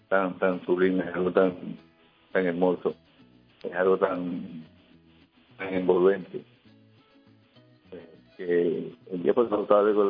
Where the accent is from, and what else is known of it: Venezuela